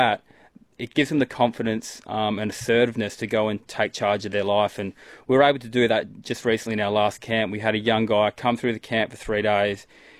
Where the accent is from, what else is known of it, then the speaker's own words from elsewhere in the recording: Broome, Western Australia, Australia; So I grew up in Broome. I spent probably, yeah, moved here when I was one with my parents